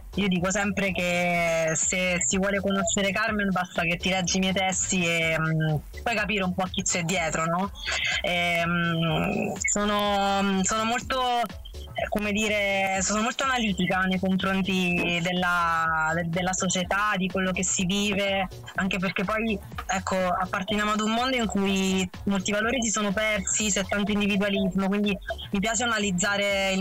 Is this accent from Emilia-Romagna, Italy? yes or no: no; Termoli, Molise, Italy; now in Milan, Italy; sono cresciuta in una città di mare, sono originaria del Molise, di Termoli